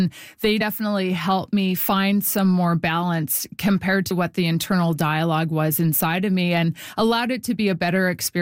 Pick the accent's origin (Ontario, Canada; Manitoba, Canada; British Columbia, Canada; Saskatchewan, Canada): Manitoba, Canada; Winnipeg; born or raised there